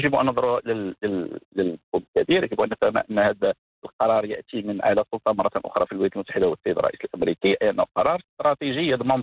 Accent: Morocco; الملكية التي نتوحد جميعا كمغاربة حولها

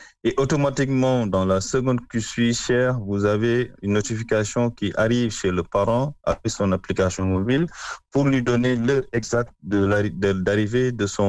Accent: Senegal; chez nous au Sénégal

